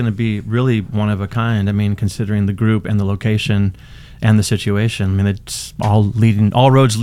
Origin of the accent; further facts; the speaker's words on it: Seattle, Washington, United States; I'm from Seattle